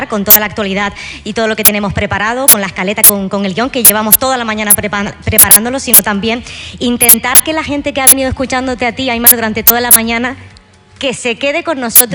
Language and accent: Spanish; Pamplona, Navarre, Spain; Yo hago el hoy por hoy Santiago, soy de Pamplona y tengo ahí el hora 14, el hoy por hoy.